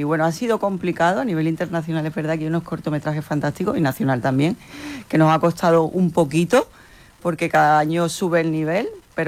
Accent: Conil, Andalusia, Spain; now in Madrid, Spain; Sí, sí, yo soy de Conil. Qué buen sitio iban a hacer, hija mía. Mucho tiempo fuera, estoy entre Madrid y Conil, pero, o sea, mi pueblo.

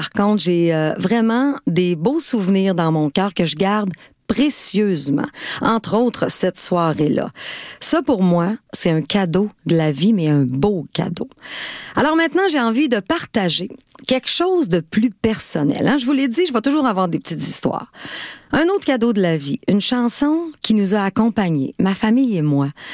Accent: Dolbeau-Mistassini, Quebec, Canada; Un spectacle qu'on a fait à Dolbeau Mistassini dans mon patelin.

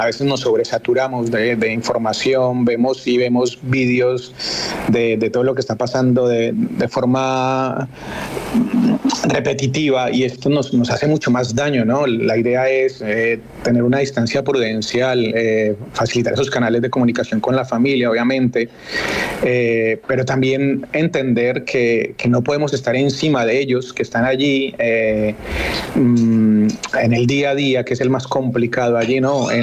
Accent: Colombia; now in Murcia, Spain; Somos muchos colombianos residentes en la región de Murcia

